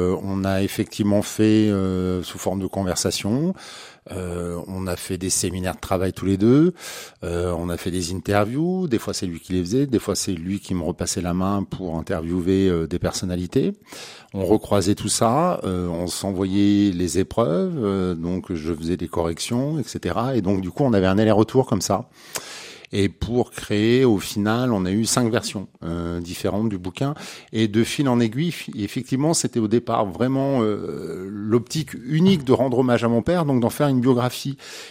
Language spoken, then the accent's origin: French; Auvergne-Rhône-Alpes, France; nous sommes des taiseux, hein, on est des Auvergnats, de la campagne, de la montagne